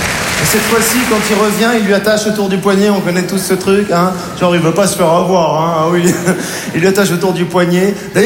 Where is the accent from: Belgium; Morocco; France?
Morocco; born there